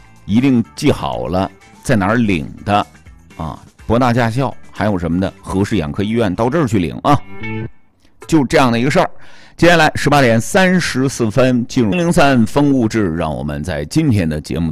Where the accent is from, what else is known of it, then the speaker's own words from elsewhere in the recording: Jinzhou, Liaoning, China; 咱们锦州的老乡